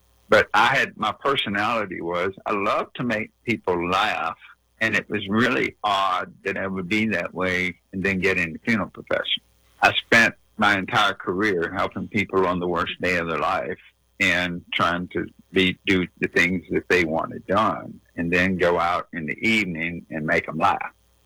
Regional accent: North Carolina, United States; born or raised there

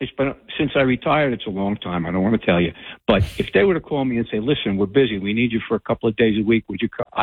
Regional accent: Jersey City, New Jersey, United States; growing up in Jersey City

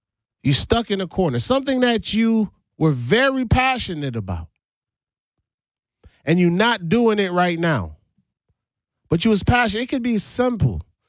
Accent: U.S. Virgin Islands; now in Milwaukee, United States; And I'm from St. Thomas, the Virgin Islands.

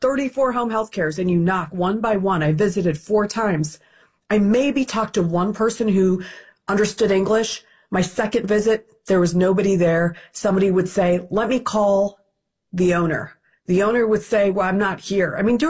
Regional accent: Ohio, United States; I'm a taxpayer first. I'm an American first, and I'm an Ohioan first.

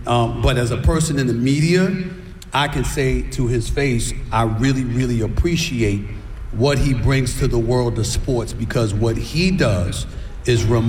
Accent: New York, United States; I'm born and raised in New York.

